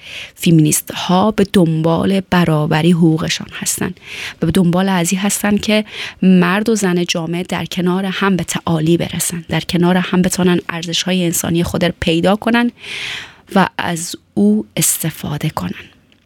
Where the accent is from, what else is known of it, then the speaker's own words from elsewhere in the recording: Afghanistan; ما و شما هم از افغانستان آمدیم، بهتره که آبروداری کنیم